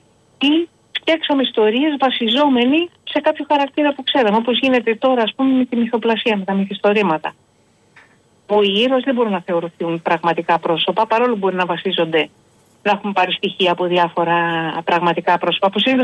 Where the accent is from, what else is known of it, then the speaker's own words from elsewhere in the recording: Greece; επειδή κάποιος με ρώτησε αν είμαι Ελληνίδα, από όσο ξέρω είμαι Ελληνίδα.